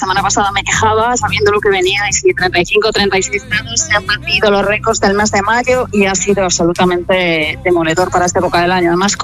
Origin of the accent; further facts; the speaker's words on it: Galicia, Spain; yo soy gallega y a mí que llueva me da igual.